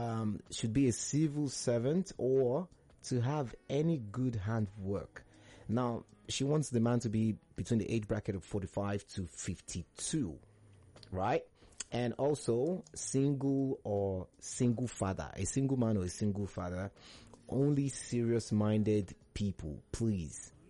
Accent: Anambra, Nigeria; I'm from Anambra State.

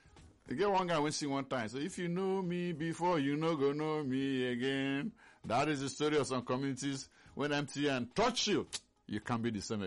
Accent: Nigeria; as a Nigerian

